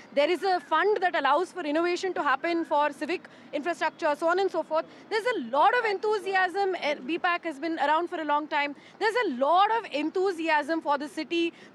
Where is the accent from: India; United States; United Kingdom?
India; Bengaluru, Karnataka; I come from Bengaluru. I'm a native Bengalurian. I have restricted myself to South Bangalore.